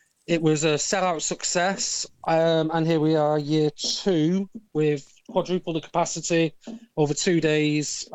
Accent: Manchester, North West England, United Kingdom; now in Dornoch, United Kingdom; I'm originally from Manchester

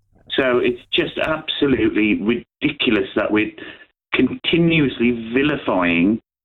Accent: Tredegar, Wales, United Kingdom; moved away; I'm originally from an area called Blaenau Gwent, which includes my hometown of Tredegar.

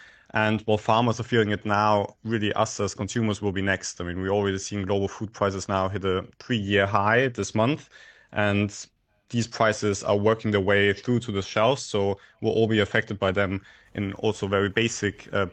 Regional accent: Austria; my home country, Austria

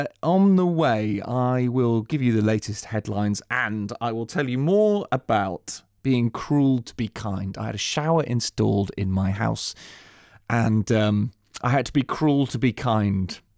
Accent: South West England, United Kingdom; So I said earlier on, I'm not from London, I'm from the southwest. And I think the Southwest is very friendly.

